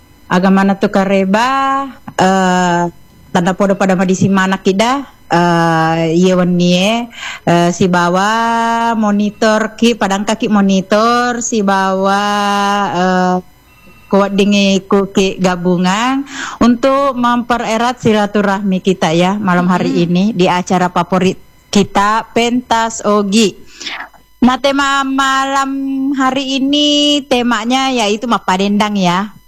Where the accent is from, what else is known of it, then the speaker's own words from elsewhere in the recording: South Sulawesi, Indonesia; karena mapadendang itu di kita orang Bugis itu menabuh alat-alat musik yang enggak diangkat gitu